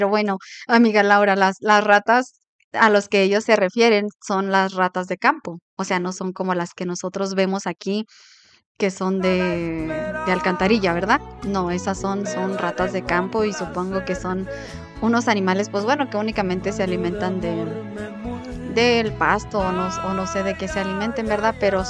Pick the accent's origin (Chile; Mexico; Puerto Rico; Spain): Mexico; Chihuahua; now in United States; yo soy del estado de Chihuahua, ¿verdad? Y en allá, en mi tierra, pues no se usa.